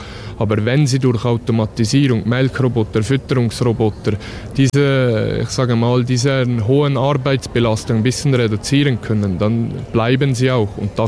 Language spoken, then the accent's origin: German; Switzerland; Und da haben wir das Gefühl, bei uns in der Schweiz leuchtet, also klar, den Generationenwechsel, Generationenwandel haben wir auch, diesen Strukturwandel.